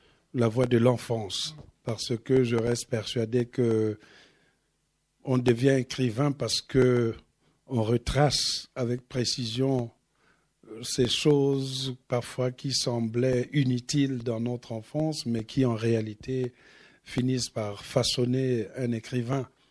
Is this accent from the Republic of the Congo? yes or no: yes; Pointe-Noire, Republic of the Congo; moved away as an adult; also born or lived in Europe / United States; Quand j'ai quitté Pointe-Noire, j'avais 19 ans. Donc j'ai plus aujourd'hui vécu en Europe et aux États-Unis que dans ma ville. Donc évidemment, quand je suis revenu à Pointe-Noire en 2012